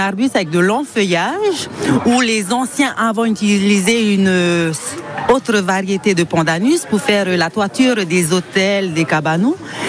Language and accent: French; Austral Islands, French Polynesia; Je viens de l'archipel des Australes et spécialement de l'île de Rimatara où la vannerie fait partie intégrante de la vie de tous les jours.